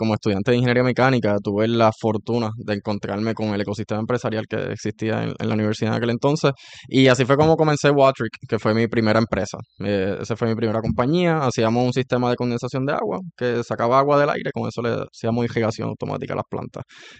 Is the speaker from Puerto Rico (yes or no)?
yes; Toa Alta, Puerto Rico; also born or lived in Mayagüez; primero que nada, soy de Toa Alta y de Mayagüez. Se me hace difícil escoger entre esas dos.